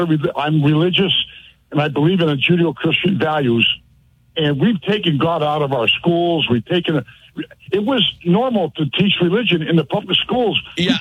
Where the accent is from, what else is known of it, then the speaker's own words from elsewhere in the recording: West Springfield, Massachusetts, United States; A couple of years back in West Springfield, Mass., my hometown.